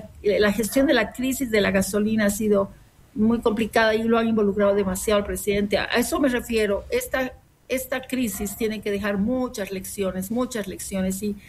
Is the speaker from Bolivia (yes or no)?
yes; Bolivia